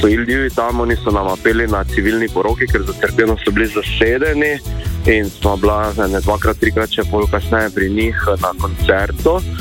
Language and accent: Slovenian; Maribor, Drava, Slovenia; Jaz sem iz Maribora.